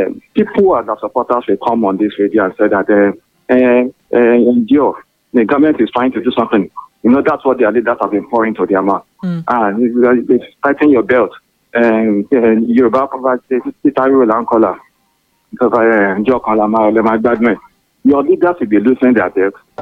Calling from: Mokoda, Nigeria; I'm calling from Mokoda.

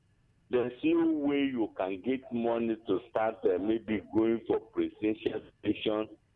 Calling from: Abani, Enugu State, Nigeria; I'm calling from Abani, Kenugu.

